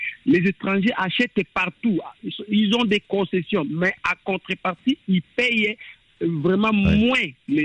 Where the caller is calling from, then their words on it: Kinshasa, DR Congo; chez nous au Congo